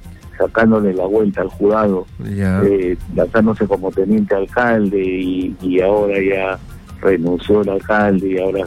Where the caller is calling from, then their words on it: Lima, Peru; de San Miguel.